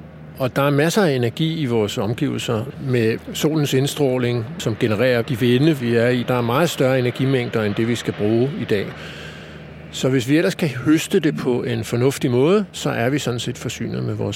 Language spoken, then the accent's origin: Danish; Copenhagen, Capital Region of Denmark, Denmark; som københavner